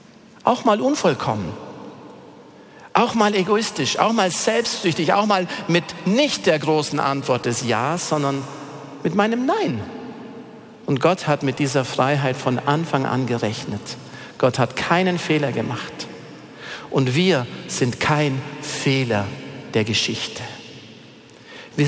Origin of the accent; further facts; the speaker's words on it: Bavaria, Germany; Und wenn du irgendwo hier in Bayern, ich komme aus dem Allgäu, gehst du ins Allgäu